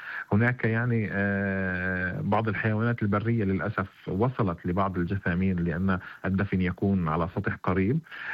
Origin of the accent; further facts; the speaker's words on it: Palestine; سوى لدينا كفلسطينيين